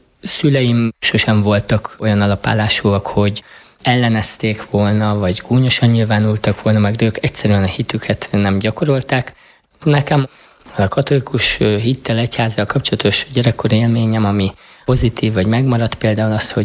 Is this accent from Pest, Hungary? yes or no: no; Pásztó, Nógrád, Hungary; born there; Pászton születtem. Ez egy palócvidék, szinte mindenki katolikus, és a mi családunk is, mind apai, mind anyai ágon római katolikusok, kivételt képeznek a szüleim.